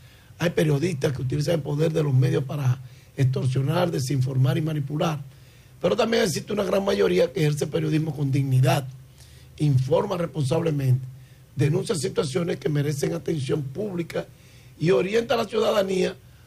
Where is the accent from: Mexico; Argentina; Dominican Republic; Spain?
Dominican Republic; Al final, todos somos dominicanos